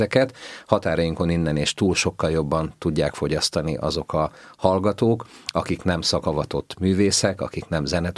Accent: Tápiószele, Pest, Hungary; moved away as an adult; itt nőttem föl, gyermekkoromat itt töltöttem, igazából kamaszkoromat is, és egészen 20 éves koromig életvitelszerűen itt éltem Tápjószelén.

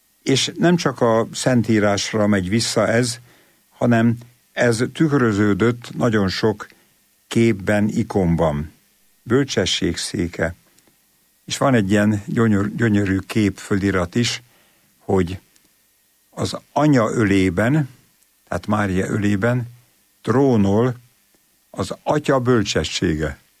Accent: Great Hungarian Plain, Hungary; és én Alföldről származom, ismerem a gyümölcsoltást

